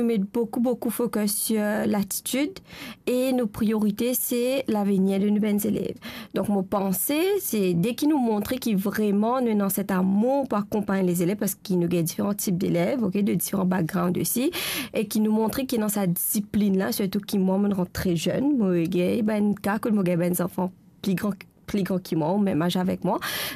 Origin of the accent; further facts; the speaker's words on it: Mauritius; moved away as an adult; now in Rodrigues, Mauritius; Moi, origine de Rodrigue, mais j'ai grandi à Maurice. Ensuite, après quelques années, je retourne à Rodrigue quand je termine mes études.